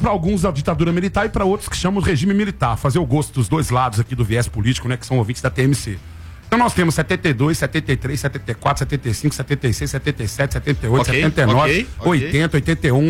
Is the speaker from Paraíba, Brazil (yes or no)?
no; Minas Gerais, Brazil; Deixa eu te falar, fui criado jogando bola no buracão ali no bairro da Lagoa, irmão.